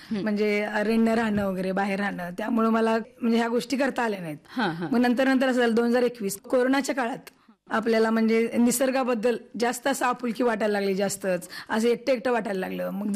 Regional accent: Sangli, Maharashtra, India; moved away as an adult; now in Dharashiv, India; माझं माहेर सांगली आहे आणि सासर धाराशिव जिल्हा आणि लोहारा तालुका आहे.

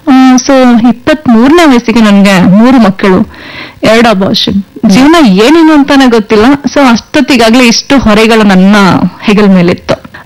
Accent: Bengaluru, Karnataka, India; ನಾನು ಹುಟ್ಟಿ ಬೆಳೆದಿದ್ದು ಮೂಲತಃ ಬೆಂಗಳೂರು. ನಮ್ಮ ಸ್ವಂತ ಊರು ಬಂದು ಶಿರಾ ತಾಲೂಕಿನ ದ್ವಾರಾಳು ಅನ್ನೋ ಒಂದು ಗ್ರಾಮ.

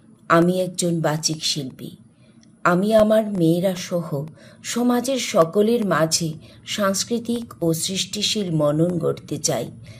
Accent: Kanchanpur, Tripura, India; moved away as an adult; now in Kumarghat, India; জন্মসূত্রে উত্তর ত্রিপুরা জেলার কাঞ্চনপুর মহকুমায় ছিলাম জীবনের দীর্ঘ 28 বছর।

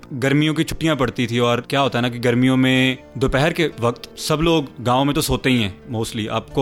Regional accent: Punjab, India; also born or lived in Batala; जो मेरा गाँव है वो है हयात नगर, जो की 6-7 किलोमीटर दूर है गुरदासपुर सिटी से। मेरा बचपन सारा गुरदासपुर में गाँव में ही बीता

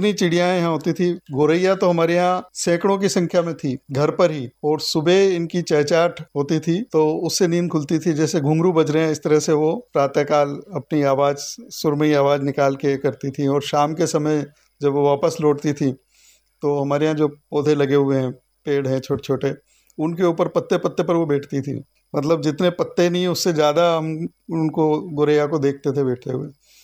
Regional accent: Jhalawar, Rajasthan, India; हम इस जो झालावाड़ के निवासी हैं बहुत सौभाग्यशाली हैं कि यहाँ पर स्टेट समय से ही वन्य जीवों का और पशु पक्षियों के लिए पर्याप्त संरक्षण यहाँ दिया जाता था।

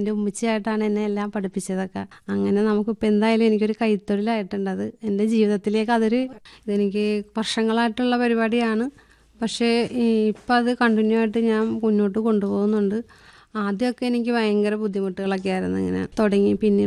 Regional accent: Kayamkulam, Kerala, India; moved away as an adult; now in Kakkanad, India; എൻ്റെ സ്വന്തം നാട് കായംകുളമാണ്.

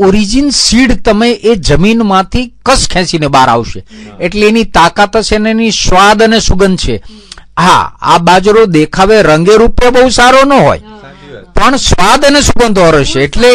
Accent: Gujarat, India; મારા વતનનો દાખલો લઉં, તો વિછિયાની બાજુમાં પાળિયાદ, નાના પાળિયાદ, ગોરૈયા, ભીમડાદ, સમઢિયાળા રાબાનું, જેને અસલ ભાદરખટ, ઉરી, માત્રા, રેવાણિયા, છાસિયા, ઢેઢુકી

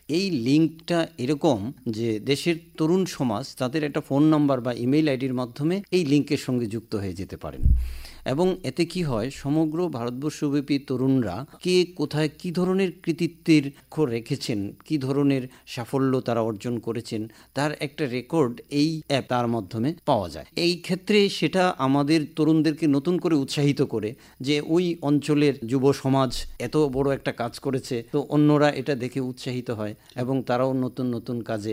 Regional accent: India; আমরা দেশের যারা ভারতীয় আমরা রয়েছি

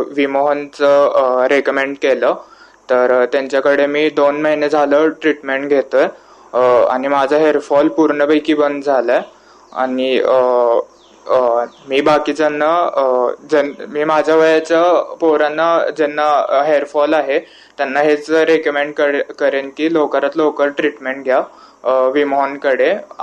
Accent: Karad, Maharashtra, India; मी कराडचाच आहे.

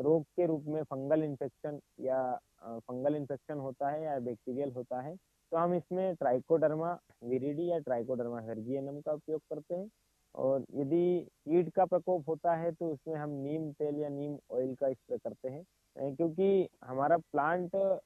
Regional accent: Madhya Pradesh, India; हमारे निमाड़ में या हमारे जिले में

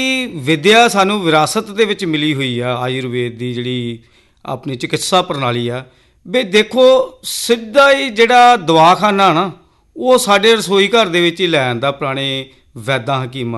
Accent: Punjab, India; ਆਪਾਂ ਉਹਦੇ ਵਿੱਚ ਇੱਕ ਗਰਵ ਮਹਿਸੂਸ ਕਰੀਏ ਵੀ ਅਸੀਂ ਪੰਜਾਬੀ ਹਾਂ ਅਤੇ ਪੰਜਾਬੀ ਸਾਡੀ ਮਾਂ ਬੋਲੀ ਹੈ।

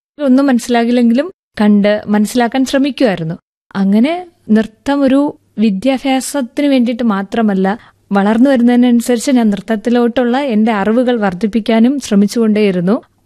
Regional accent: Kerala, India; അപ്പൊ ഞാൻ മാത്രമേ മലയാളിയുള്ളൂ.

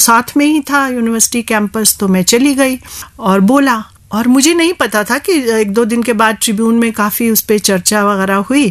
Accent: Himachal Pradesh, India; मैं हिमाचल की रहने वाली हूँ और मेरे नाना, जिनके यहाँ मेरा पालन पोषण हुआ, वो हिंदी नहीं जानते थे, स्क्रिप्ट नहीं जानते थे, तो उनको सिर्फ अंग्रेजी और उर्दू आता था और वहाँ उर्दू का काफी चलन है

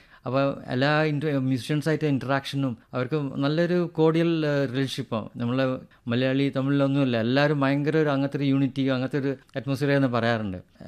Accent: Kozhikode, Kerala, India; ഞാൻ ജനിച്ചതും വളർന്നതും കോഴിക്കോട് തന്നെ.

